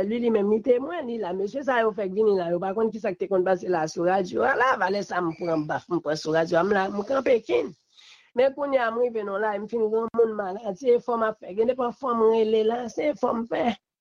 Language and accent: French; Haiti; président Aristide, en tant que haïtien seulement, que nous gagnons